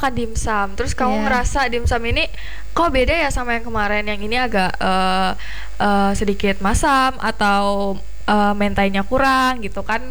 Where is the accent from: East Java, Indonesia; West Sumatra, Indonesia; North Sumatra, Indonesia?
West Sumatra, Indonesia; Padang; Karena itu udah disesuaikan sama selera kita orang Padang.